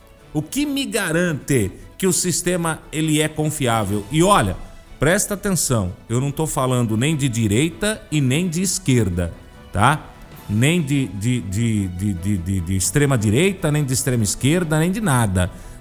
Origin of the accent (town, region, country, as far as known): Brazil